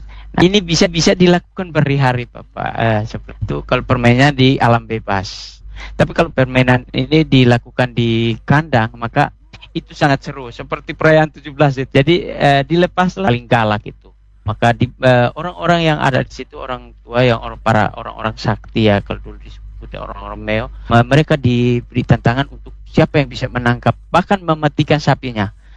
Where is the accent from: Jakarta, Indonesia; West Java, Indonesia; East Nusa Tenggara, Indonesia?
East Nusa Tenggara, Indonesia; istilah kami orang Atoni itu disebut dengan bunuh banu talas atau larangan untuk tidak boleh memetik kelapa